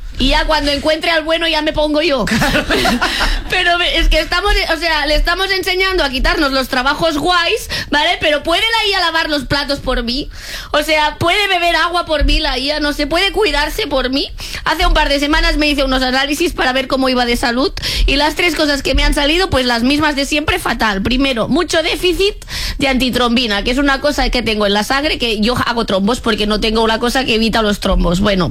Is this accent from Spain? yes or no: yes; Catalonia, Spain